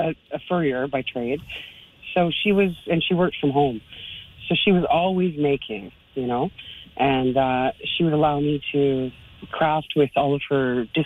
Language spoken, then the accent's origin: English; Yellowknife, Northwest Territories, Canada; Like, I was born and raised in Yellowknife. My family's from Inuvik, like my father's side.